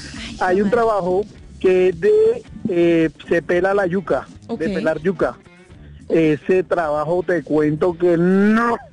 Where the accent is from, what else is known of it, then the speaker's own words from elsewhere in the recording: Bogotá, Colombia; also born or lived in Caribbean coast of Colombia; Un costeño criado en Bogotá.